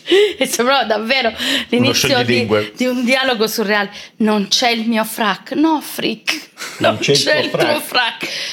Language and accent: Italian; Molise, Italy; Però siccome sono molisana e in Molise c'è